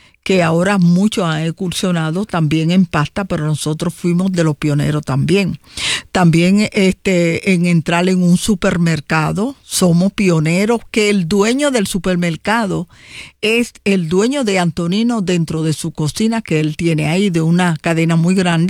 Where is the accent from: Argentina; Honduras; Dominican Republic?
Dominican Republic; now in Puerto Rico; yo soy dominicana y tengo 51 años acá en Puerto Rico.